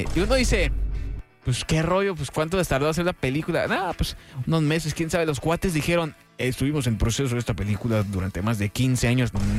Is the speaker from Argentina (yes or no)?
no; Honduras; Y uno como hondureño, pues, puede sentirse orgulloso de... Ahora sí que ver su país representado en una película animada